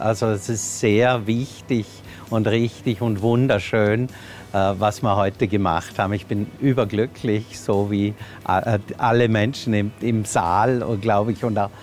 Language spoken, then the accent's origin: German; Lochau, Vorarlberg, Austria; Ich bin ja auch hier in Lochau geboren und aufgewachsen und dann zum Studium weggegangen.